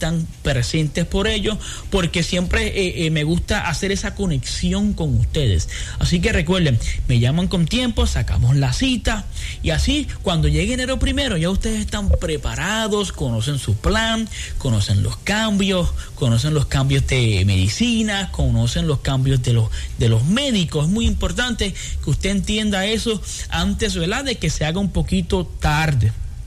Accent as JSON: {"language": "Spanish", "country": "Puerto Rico", "said": "Somos hispanos, especialmente nosotros los puertorriqueños"}